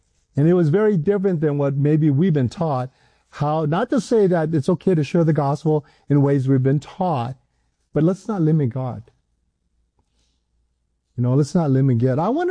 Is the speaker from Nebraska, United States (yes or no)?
no; Hawaii, United States; also born or lived in San Diego; I grew up in Hawaii. I was in Hawaii and that's where I went to school.